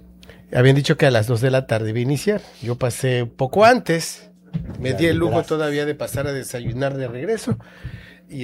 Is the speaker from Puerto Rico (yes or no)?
no; Tabasco, Mexico; como decimos los tabaqueños, mocho